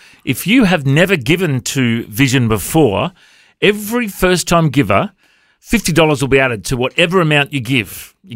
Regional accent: Tamworth, New South Wales, Australia; born there; you know, I was born in Tamworth, so it's a little bit lovely.

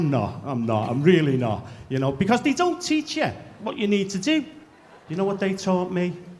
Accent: Bootle, North West England, United Kingdom; I'm from Bootle, right?

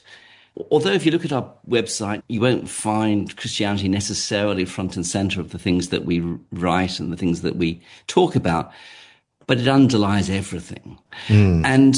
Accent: England, United Kingdom; moved away as an adult; now in Australia; I'm English by origin. And I'm very bad at languages, so I haven't really picked up any other accent. But I came out to Australia when I was 27 in 1986, and I've never looked back.

